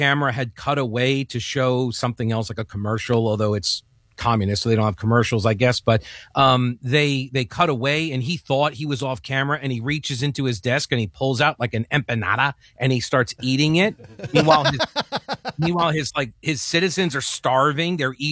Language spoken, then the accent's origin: English; New York, United States; moved away; I am originally from New York